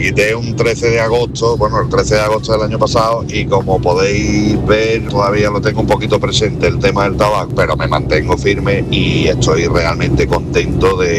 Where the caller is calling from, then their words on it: Mallorca, Balearic Islands, Spain; de Mallorca.